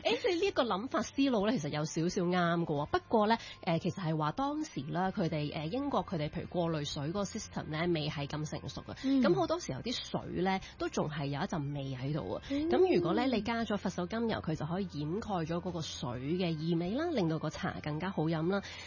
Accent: Hong Kong

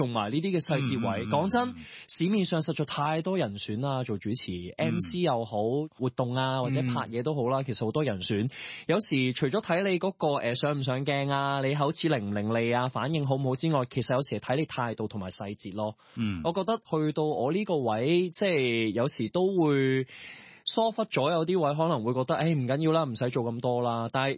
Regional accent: Hong Kong; first language Cantonese; 咁得我一個香港人嘅啫

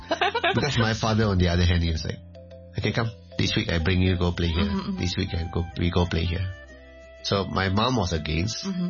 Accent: Malaysia; moved away as an adult; also born or lived in China; now in Hong Kong; we as Malaysian

